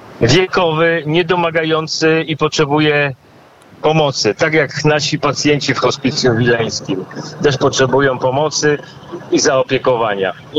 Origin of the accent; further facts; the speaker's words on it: Kraków, Lesser Poland, Poland; moved away as an adult; now in Vilnius, Lithuania; ja pochodzę z Krakowa. A od 20 lat mieszkam w Wilnie. Przyjechałem do Wilna tylko na 2 tygodnie, a zostałem 20 lat.